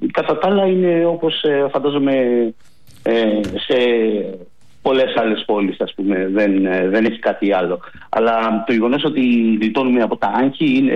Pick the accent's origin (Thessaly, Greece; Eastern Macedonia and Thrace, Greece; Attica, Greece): Attica, Greece; Athens; moved away; εμένα η καταγωγή μου είναι από την Αθήνα, δεν έχει νόημα να φύγω από εδώ το καλοκαίρι να έρθω στην Αθήνα.